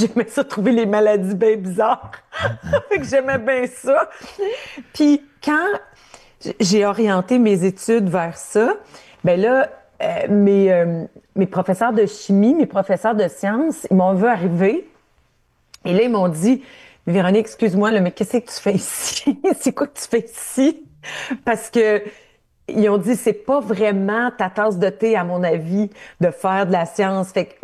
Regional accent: Ontario, Canada; Moi, je viens de l'Ontario, je viens de l'Ontario francophone, encore pire

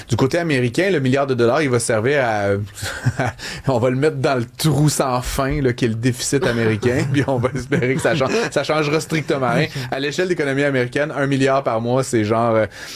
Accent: Quebec, Canada; moi, je viens de l'Outaouais québécois

